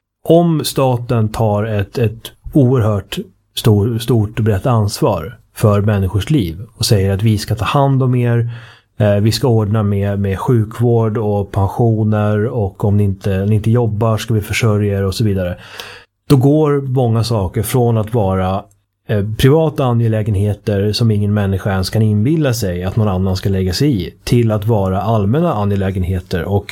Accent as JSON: {"language": "Swedish", "country": "Sweden", "said": "Inte minst som svensk"}